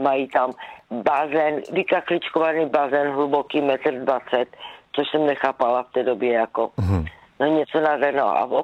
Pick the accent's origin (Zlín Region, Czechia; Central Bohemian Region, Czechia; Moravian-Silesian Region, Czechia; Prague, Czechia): Zlín Region, Czechia; já pocházím z Valach původně, ale miluju Valachy.